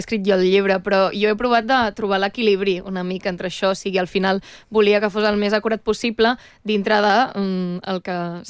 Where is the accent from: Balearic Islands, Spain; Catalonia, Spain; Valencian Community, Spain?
Catalonia, Spain; jo, tot i que sóc catalana i òbviament conec la cultura catalana, també has d'afinar molt els detalls.